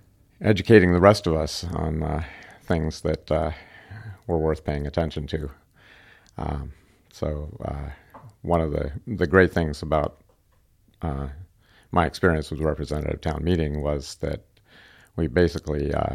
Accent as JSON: {"language": "English", "region": "New Hampshire", "country": "United States", "tie": "born there", "also_born_or_lived": "Ethiopia / North Carolina / Rockville, Maryland", "said": "I was born in New Hampshire, and I took a circuitous route to come back to New England, but felt like I arrived home when I got here by Ethiopia, North Carolina, Rockville, Maryland, just outside of D.C."}